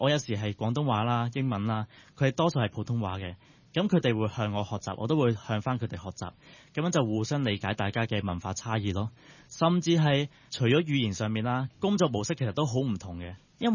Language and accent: Cantonese; Hong Kong; 我身为一个香港人